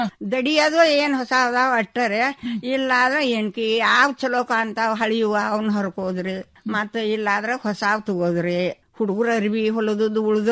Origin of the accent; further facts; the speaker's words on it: Karnataka, India; ನಮ್ಮೂರು ಶೇಗುಣಶೇರಿ, 4ನೇ ತನಕ ಕಲ್ತೇನ್ರಿ.